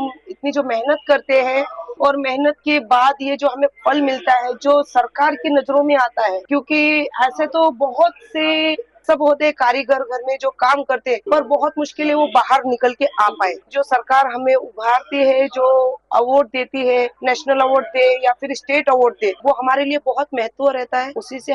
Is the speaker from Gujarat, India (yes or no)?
yes; Gujarat, India; मैं गुजरात से हूँ, भावनगर कच्छ के साइड से।